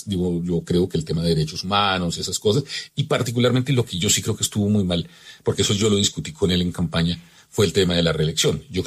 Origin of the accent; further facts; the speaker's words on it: Bogotá, Colombia; yo nací en un inquilinato en Fontibón, viví en Kennedy, en el barrio de las Américas, luego viví en el barrio Bavaria, luego viví en el Bosque Popular